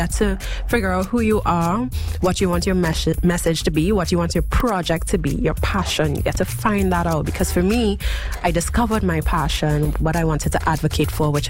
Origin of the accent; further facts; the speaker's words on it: Diego Martin, Trinidad & Tobago; now in Arima, Trinidad and Tobago; Yeah, Arima. I grew up in Dingo Martin on Sawa. And then I now live in Arima.